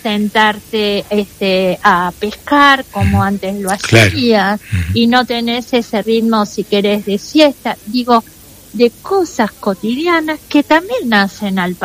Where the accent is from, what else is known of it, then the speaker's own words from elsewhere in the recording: Colonia del Sacramento, Colonia, Uruguay; Soy de Colonia del Sacramento.